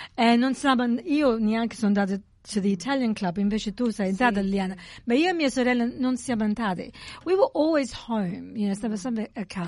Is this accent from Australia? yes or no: yes; Australia; non mi piaceva essere italiana at all, ok? Però come Angela, io era naturalized Australian, so in my head sono australiana, non sono italiana, what am I really, you know?